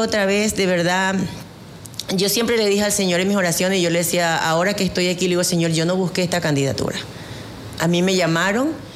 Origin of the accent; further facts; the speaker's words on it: Guayaquil, Guayas, Ecuador; born there; also born or lived in Quevedo; now in San Carlos, Ecuador; yo nací precisamente en Guayaquil, imagínese, pero da la casualidad que mis padres emigraron aquí a esta ciudad de Quevedo